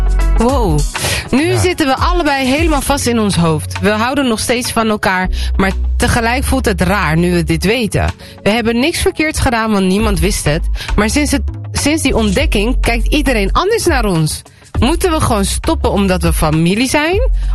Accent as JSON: {"language": "Dutch", "country": "Iran", "said": "Ik kom uit Iran."}